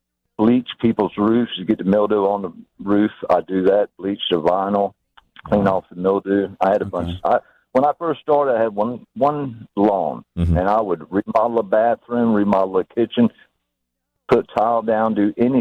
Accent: Sanford, Florida, United States; I was from Sanford. I lived in Jacksonville at that time, and it was a good stint.

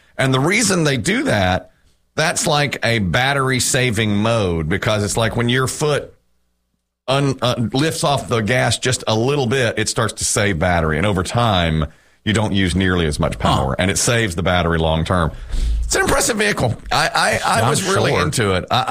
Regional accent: Ashburn, Georgia, United States; Wayne Thomas Chevrolet in Ashburn, my hometown, is considering doing some advertising.

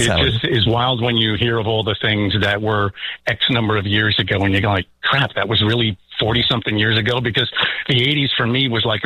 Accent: New York, United States; Originally, yeah. As a babe, literally, I spent 2 years in the Bronx, then m

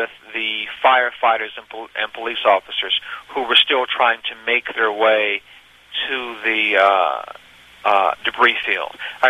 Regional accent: the South, United States; I'm a Southerner

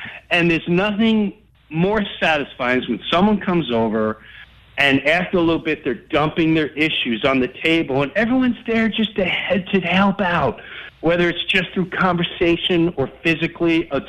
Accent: Long Island, New York, United States; growing up in Long Island

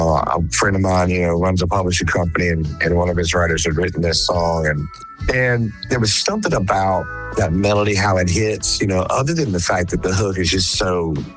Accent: South Carolina, United States; I'm from South Carolina

